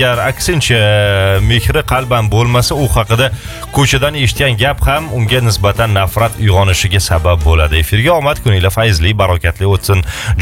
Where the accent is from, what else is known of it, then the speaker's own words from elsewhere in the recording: Tajikistan; Boshlovchilar, men Tojikistondanman.